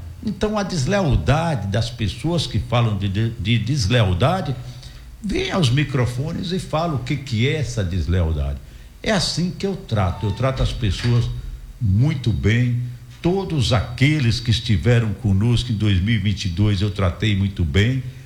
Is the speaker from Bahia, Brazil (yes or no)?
yes; Guanambi, Bahia, Brazil; o povo da minha terra